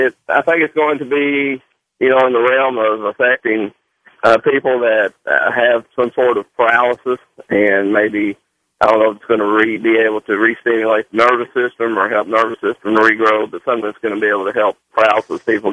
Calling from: Lexington, Kentucky, United States; in Lexington, Kentucky.

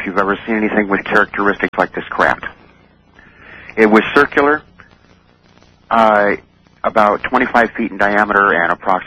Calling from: Campbell, California, United States; from Campbell, California.

